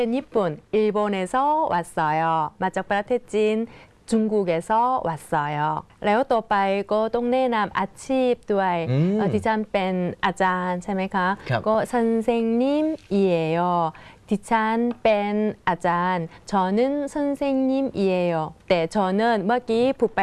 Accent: South Korea; Thai is a second language; moved away; ดิฉันเป็นคนเกาหลีใช่ไหมคะแล้วก็มาจากเกาหลีฮังกุกเอโซวัตซอยฮังกุกเอโซจากเกาหลีวัตซอยมาแล้วก็มาจากเกาหลีค่ะ

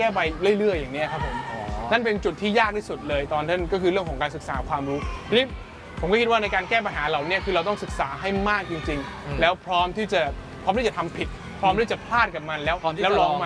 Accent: Ko Samui, Surat Thani, Thailand; แล้วผมเป็นคนชาวสมุยผมต้องเล่าให้พี่ฟังนะผมเป็นชาวสมุยทีนี้สมุยเนี่ยมันเป็นเมืองท่องเที่ยวมันไม่ใช่เมืองของ IT เท่าไหร่

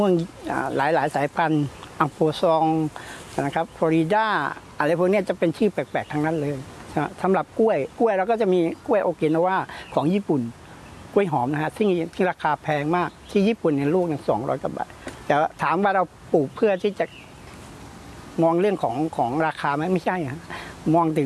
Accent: Pattani, Thailand; ผมเป็นลูกหลานเกษตรผมดั้งเดิมผมเป็นคนปัตตานีพ่อผมทําเกษตรพ่อผมทํานาพ่อผมทําสวน

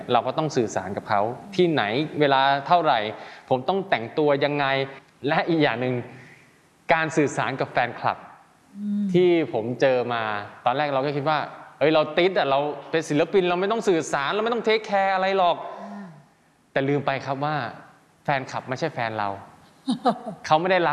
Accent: Isan, Thailand; เราเป็นคนอีสานเราก็พูดอีสานไปเลย

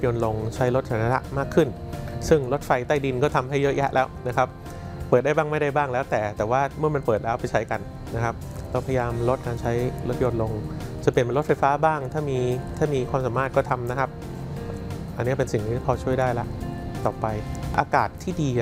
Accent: Bangkok, Thailand; เราเองคนกรุงเทพไม่ได้หมายความว่าเราจะยุ่งเฉพาะฝุ่นกรุงเทพนะ

